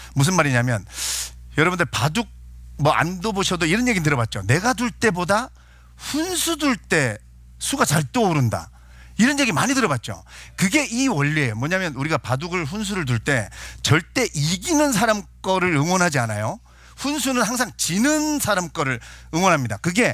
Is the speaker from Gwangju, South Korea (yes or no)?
no; Sangju, North Gyeongsang, South Korea; moved away; 제 고향이 경북 상주예요.